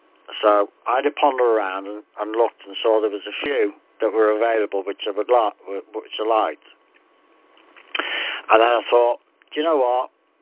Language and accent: English; Liverpool, North West England, United Kingdom; I come from Liverpool.